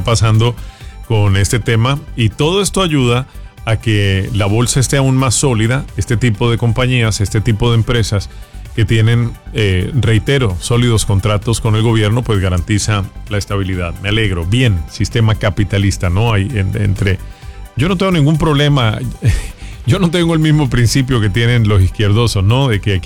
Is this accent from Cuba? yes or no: yes; Cuba; moved away as an adult; yo, como muchos cubanos, tuve que pasar el servicio militar obligatorio en Cuba para poder salir.